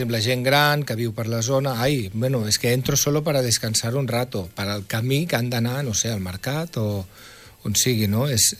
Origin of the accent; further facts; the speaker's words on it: Barcelona, Catalonia, Spain; Jo sóc de Barcelona i ho veig cada dia, però bueno, a Rubí també n'hi ha.